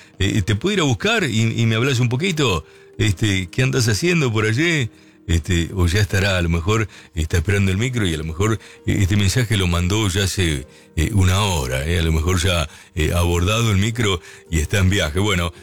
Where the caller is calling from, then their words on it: Florencio Varela, Buenos Aires Province, Argentina; Buenos días, Oscar … de Florencio Varela.